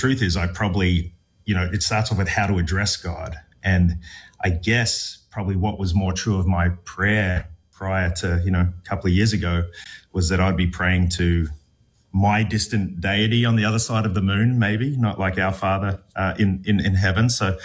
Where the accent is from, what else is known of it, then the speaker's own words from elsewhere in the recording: Australia; now in United States; as an Australian who lives in the States